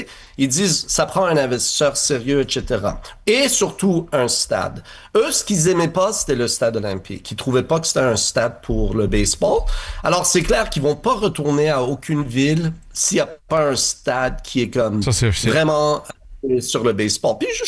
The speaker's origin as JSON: {"language": "French", "town": "Montreal", "region": "Quebec", "country": "Canada", "said": "je suis Montréalais, je suis Québécois, je suis ici, je suis bilingue"}